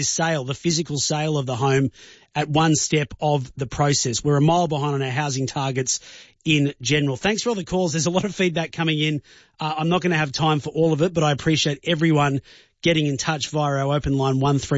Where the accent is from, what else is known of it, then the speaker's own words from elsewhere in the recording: Australia; I don't agree with this approach as an Aussie that wants to employ locals.